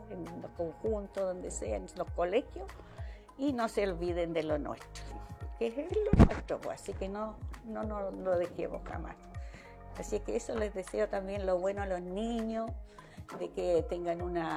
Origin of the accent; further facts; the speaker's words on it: Tomé, Biobío, Chile; mi Tomé acá, mi ciudad natal.